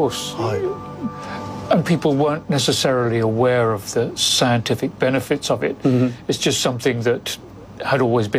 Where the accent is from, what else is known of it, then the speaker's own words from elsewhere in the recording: England, United Kingdom; moved away; where I grew up in England